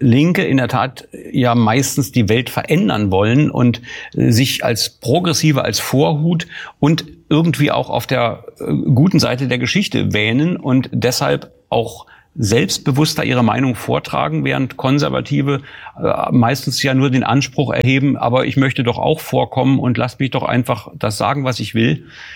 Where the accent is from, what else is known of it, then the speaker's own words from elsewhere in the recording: Germany; Ich komme ja aus der DDR